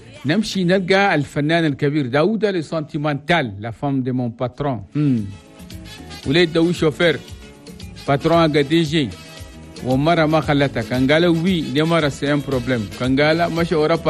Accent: Chad; وكل الكولونيال الافريقيه اللي قاعدين في بلدنا تشاد وخاصه في العاصمه الجميله

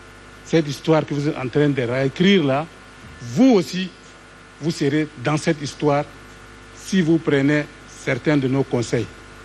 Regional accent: Chad; en tant que Tchadien, nous avons quelque chose.

